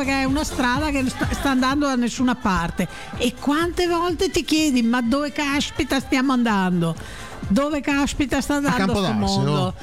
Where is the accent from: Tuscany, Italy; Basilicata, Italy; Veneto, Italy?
Veneto, Italy; Padua; noi che siamo di Padova